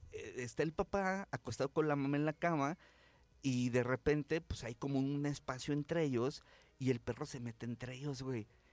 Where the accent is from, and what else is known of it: Guadalajara, Jalisco, Mexico